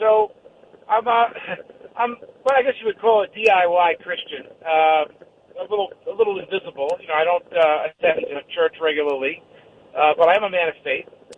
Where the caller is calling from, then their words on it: New York, United States; I'm calling from New York